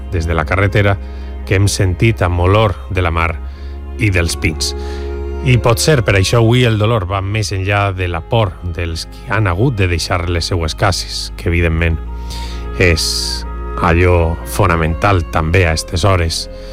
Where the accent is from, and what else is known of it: Valencian Community, Spain